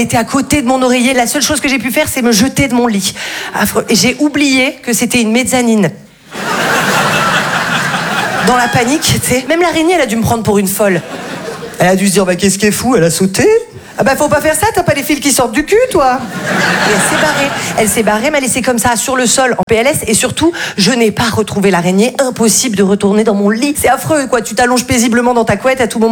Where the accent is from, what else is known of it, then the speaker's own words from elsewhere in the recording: Val-de-Blore, Provence-Alpes-Côte d'Azur, France; parce que moi, je viens d'un tout petit village qui s'appelle Val-de-Blore.